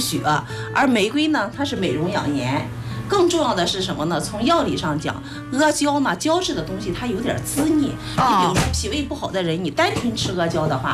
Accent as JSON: {"language": "Chinese", "town": "Pingyin", "region": "Shandong", "country": "China", "tie": "born or raised there", "said": "哦，是这样的。因为我的家乡是平阴、"}